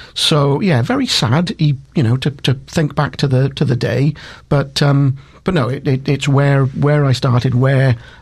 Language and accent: English; Swansea, Wales, United Kingdom; also born or lived in Lampeter; So even though I was born in Lampeter, basically Dad's work had gone. So we moved to Swansea when I was three. So grew up in Swansea.